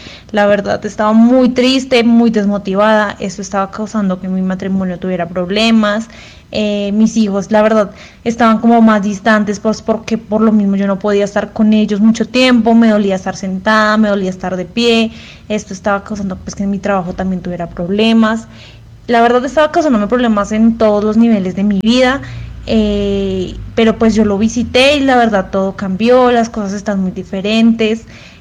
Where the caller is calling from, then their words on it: Tibaná, Boyacá, Colombia; llamo desde Tibaná